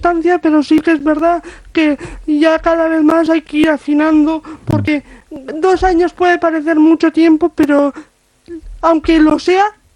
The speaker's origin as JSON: {"language": "Spanish", "town": "Guernica", "region": "Basque Country", "country": "Spain", "tie": "born or raised there", "said": "cuando voy a Guernica, a mi pueblo, pues la gente pues ya me empieza a conocer más"}